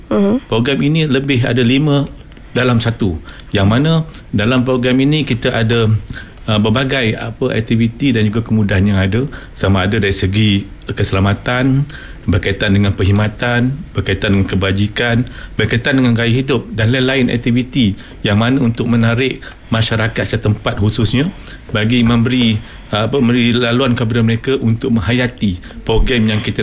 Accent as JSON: {"language": "Malay", "region": "Johor", "country": "Malaysia", "lives_now": "Perak, Malaysia", "said": "Saya asal daripada Johor."}